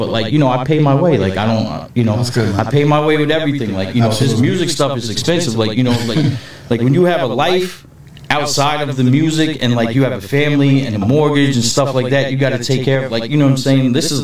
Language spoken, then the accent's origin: English; Middle Island, New York, United States; I'm from Cornwall. I'm from the Rock. I'm from Middle Island. I'm from Artist Lake. I'm that whole area. That's me.